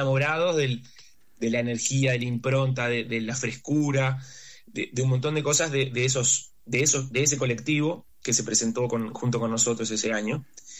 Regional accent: Salto, Uruguay; moved away; Hay un carnaval en la ciudad de Salto, donde yo nací, que es muy conocido, o sea, es como bastante famoso

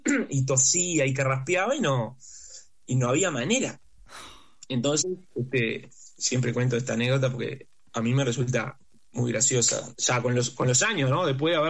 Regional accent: Salto, Uruguay; moved away; Hay un carnaval en la ciudad de Salto, donde yo nací, que es muy conocido, o sea, es como bastante famoso

